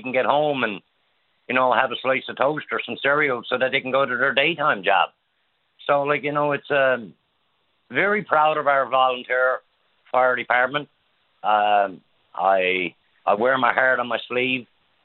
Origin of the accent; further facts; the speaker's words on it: Newfoundland and Labrador, Canada; I grew up in Babel's Big Pond